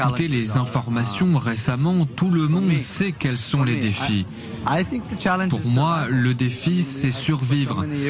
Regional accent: Jerusalem, Jerusalem District, Israel; born there; French is a second language; also born or lived in Los Angeles; now in Tel Aviv, Israel; je suis né à Jérusalem, j'ai vécu pendant longtemps à Los Angeles. Et je suis revenu en Israël il y a 20 ans.

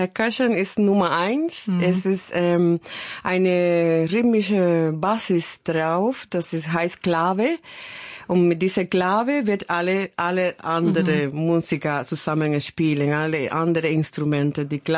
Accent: Havana, Cuba; born there; German is a second language; Ich komme aus Havana, ja. Genau. Ich bin in Havana geboren.

